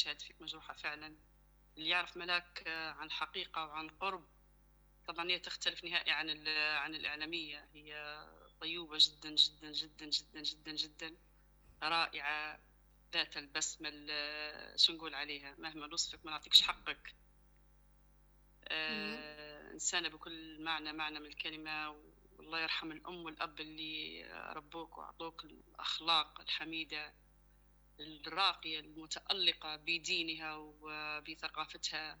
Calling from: Libya; محتاجين إحنا كشعب ليبي

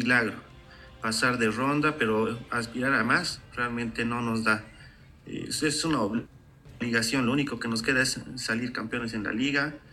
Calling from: Sucre, Chuquisaca, Bolivia; Un saludo desde la ciudad de Sucre.

